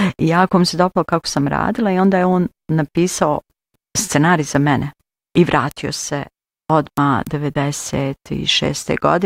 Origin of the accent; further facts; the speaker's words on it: Hotonj, Federation of Bosnia and Herzegovina, Bosnia & Herzegovina; I onda meni je, iz Hotonja sam bila ja, jedna apotekarka, koje smo išli do grada na posao.